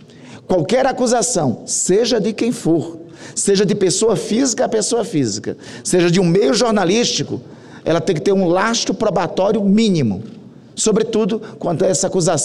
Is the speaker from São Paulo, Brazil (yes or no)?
no; Amapá, Brazil; todos nós amapaenses